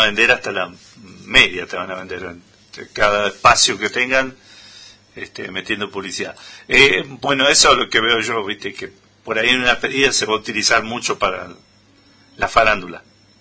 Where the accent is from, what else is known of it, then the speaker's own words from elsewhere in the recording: Argentina; Como somos los argentinos, ¿no? Consumidores, fanáticos.